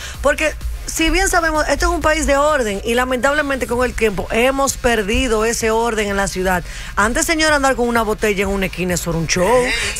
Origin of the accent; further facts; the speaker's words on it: Dominican Republic; now in Bronx, United States; como dominicana, residente del Bronx